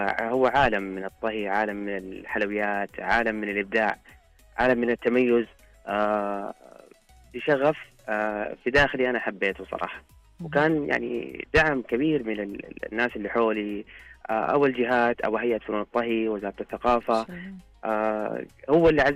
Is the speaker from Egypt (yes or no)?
no; Saudi Arabia; يعني بالعكس احنا هنا كسعوديين او شعب سعودي